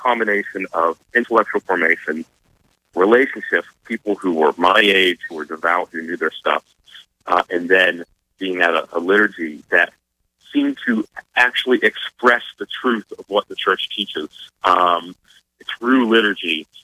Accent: Pittsburgh, Pennsylvania, United States; since then have come back to my hometown of Pittsburgh and got married shortly thereafter

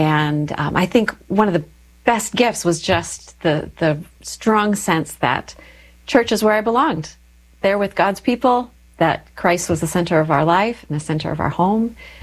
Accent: Minnesota, United States; Sure. So I'm from Minnesota. And I grew up in a wonderful family.

